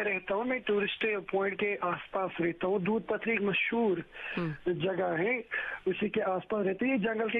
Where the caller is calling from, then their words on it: Jammu and Kashmir, India; मैं सेंट्रल कश्मीर से बात कर रहा हूँ, जिला बड़गाम में हमारा गांव पड़ता है।